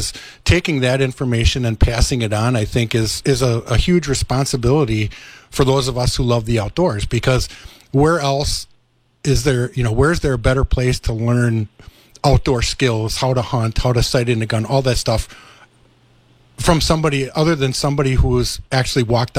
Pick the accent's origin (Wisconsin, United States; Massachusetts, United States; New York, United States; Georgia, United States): Wisconsin, United States; Milwaukee; So I wrote a short book about, you know, my life growing up in Milwaukee along the Milwaukee River